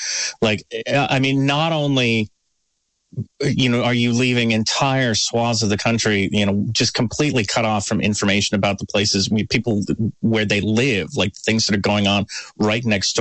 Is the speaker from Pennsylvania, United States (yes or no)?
yes; Pittsburgh, Pennsylvania, United States; In my hometown, Pittsburgh, just had its newspaper thankfully sold to a nonprofit